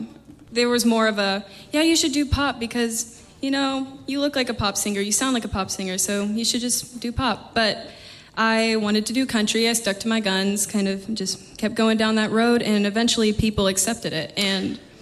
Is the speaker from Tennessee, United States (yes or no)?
yes; Tennessee, United States; also born or lived in Kentucky; And I'm from Tennessee. I was born in Kentucky.